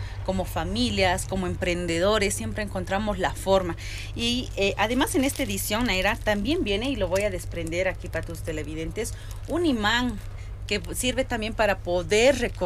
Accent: La Paz, Bolivia; Somos de La Paz.

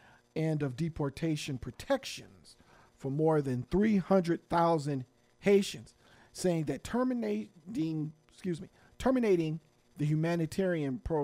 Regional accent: Cleveland, Ohio, United States; Not the fact that there are a lot of people in Cleveland, Ohio, my hometown, that is looking for a job, want a job, want a quality, well-paying job.

